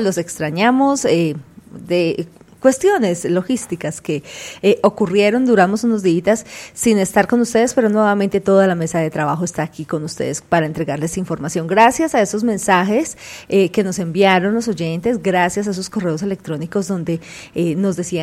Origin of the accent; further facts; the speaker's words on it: Colombia; now in Bogotá, Colombia; la unión como colombianos